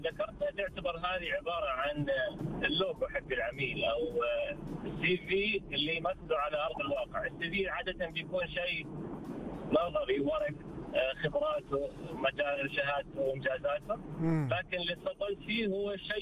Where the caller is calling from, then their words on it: Eastern Province, Saudi Arabia; من الشرقية.